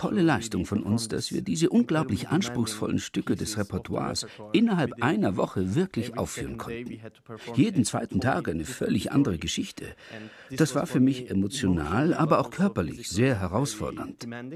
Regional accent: Turkey; Ich komme aus der Türkei. Wir haben dort, würde ich sagen, zu den sozialen Medien eine sehr starke Verbindung.

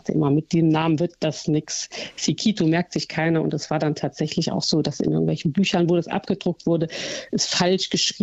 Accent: Eifel, Germany; accent: Eifel dialect; moved away as an adult; also born or lived in Marburg; now in Cologne, Germany; ich komme nun mal aus der Eifel, das lässt sich auch nicht leugnen. Das hört man vielleicht auch manchmal, wenn ich ein bisschen schneller spreche hier an meinem Dialekt.

